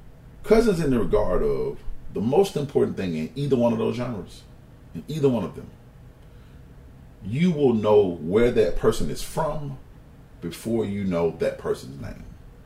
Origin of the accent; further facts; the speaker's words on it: Birmingham, Alabama, United States; I'm from Birmingham, right? A lot of people go, oh, that's not the country.